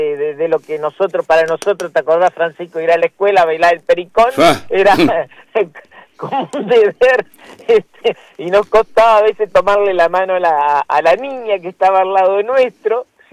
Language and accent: Spanish; Uruguay; now in Fray Bentos, Uruguay